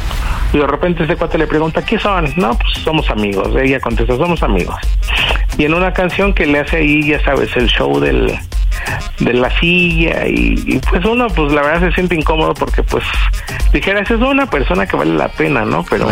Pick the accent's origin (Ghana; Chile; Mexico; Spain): Mexico; Mexico City; Soy de la Ciudad de México y tengo 39 años.